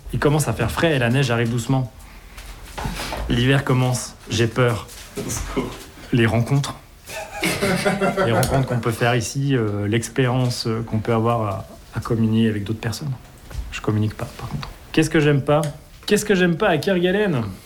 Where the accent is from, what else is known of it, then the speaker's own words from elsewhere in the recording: Bourgogne-Franche-Comté, France; moved away as an adult; Je viens de France. Je viens de Franche-Comté.